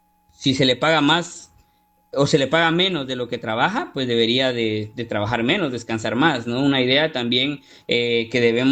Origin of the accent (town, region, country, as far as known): Guatemala